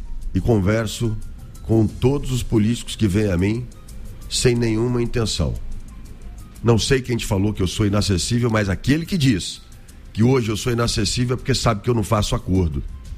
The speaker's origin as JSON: {"language": "Portuguese", "region": "Rondônia", "country": "Brazil", "tie": "born or raised there", "said": "Eu sou nascido em 1983 e chego em Rondônia em 1984."}